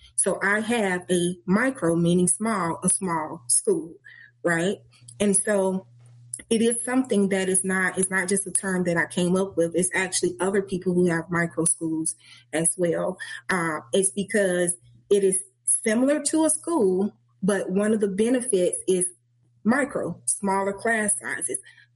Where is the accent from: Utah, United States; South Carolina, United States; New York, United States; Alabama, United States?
Alabama, United States; Birmingham; I was born in Birmingham, Alabama. That same Birmingham where them babies was bombed at.